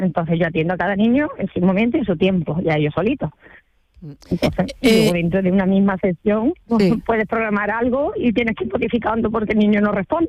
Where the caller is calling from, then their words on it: Osuna, Andalusia, Spain; estoy en Osuna, porque yo vivo en Osuna